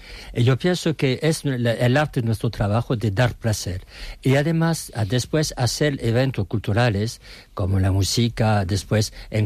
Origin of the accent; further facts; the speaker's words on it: Bordeaux, Nouvelle-Aquitaine, France; Spanish is a second language; now in Valladolid, Spain; vengo de una ciudad, Burdeos, en Francia, que es una ciudad como Valladolid, es una cuna de vino.